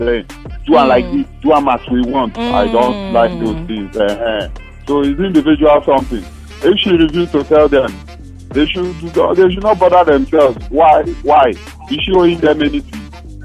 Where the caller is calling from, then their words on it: Port Harcourt, Rivers, Nigeria; Port Harcourt.